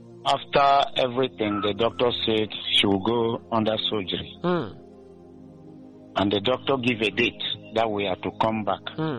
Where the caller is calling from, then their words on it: Azumini, Abia, Nigeria; And I'm calling from Azumini.